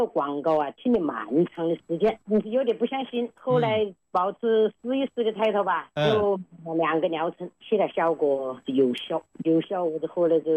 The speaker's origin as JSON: {"language": "Chinese", "town": "Xiantao", "region": "Hubei", "country": "China", "tie": "born or raised there", "moved": "yes", "said": "我老家在仙桃"}